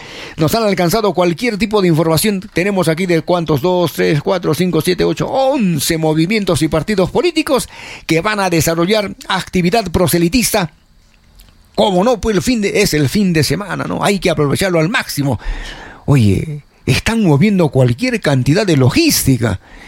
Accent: Arequipa, Peru; Somos arequipeños, carajo

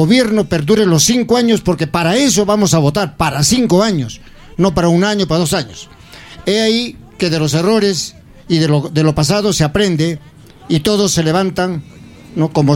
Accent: Peru; El Perú nos necesita y como peruanos tenemos que aportar a beneficio del país.

